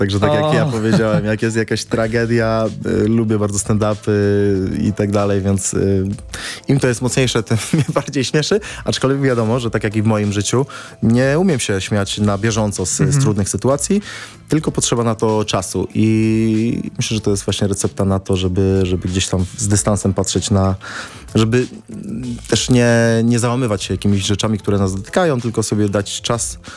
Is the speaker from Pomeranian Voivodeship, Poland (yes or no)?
yes; Pomeranian Voivodeship, Poland; born there; Ja też jestem urodzony na Kaszubach. Jakby wiele wakacji spędzałem tam na wiosce w Kaszubach